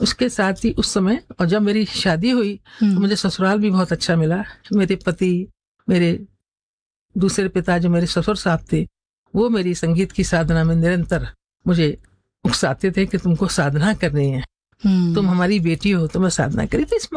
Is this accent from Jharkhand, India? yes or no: no; Firozabad, Uttar Pradesh, India; born there; now in Agra, India; मेरा जन्म 1961 में हुआ था, फिरोजाबाद में